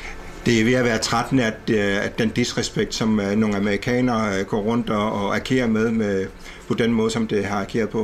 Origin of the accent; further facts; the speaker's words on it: Greenland; Vi vil ikke være amerikaner, vi vil heller ikke være danskere. Vi er grønlænder